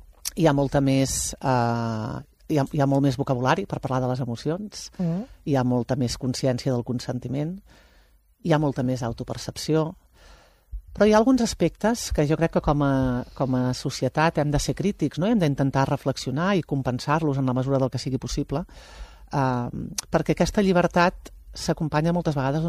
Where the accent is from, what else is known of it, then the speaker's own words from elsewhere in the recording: Prats de Lluçanès, Catalonia, Spain; Clar, tio, és que jo soc de Prats